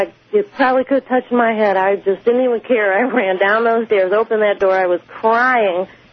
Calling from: St. Louis, Missouri, United States; I'm from St. Louis, Missouri.

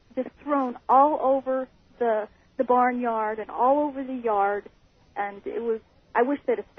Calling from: Kelso, Montana, United States; Hi, I'm calling from Kelso, Montana.

